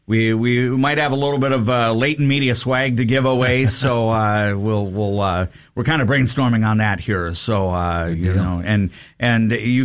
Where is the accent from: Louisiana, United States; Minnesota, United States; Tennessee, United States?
Minnesota, United States; New Hope; now in Alexandria, United States; I know in my hometown they call it Night to Unite in New Hope, Minnesota.